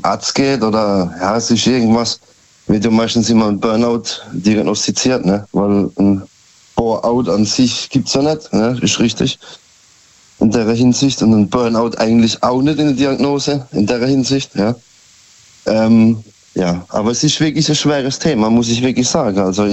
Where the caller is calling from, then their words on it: Karlsruhe, Baden-Württemberg, Germany; Ich komme aus Karlsruhe.